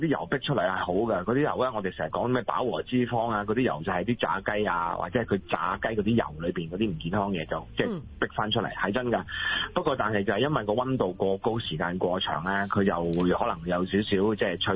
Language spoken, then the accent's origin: Cantonese; China; 因为气炸锅咧，嗱，始终我哋中国人啦，我哋自己平时煮嘅嘢咧，即系蒸焖煮灼啊